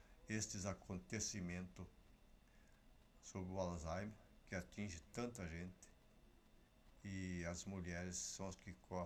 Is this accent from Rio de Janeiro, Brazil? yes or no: no; São Nicolau, Rio Grande do Sul, Brazil; now in Sapiranga, Brazil; lá na cidade onde eu me criei, São Nicolau